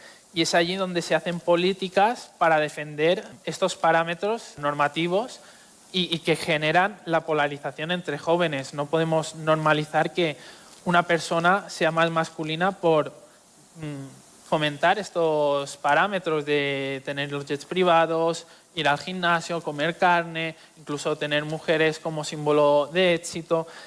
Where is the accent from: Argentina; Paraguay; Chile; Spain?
Spain; Mallorca, Balearic Islands; yo soy de Mallorca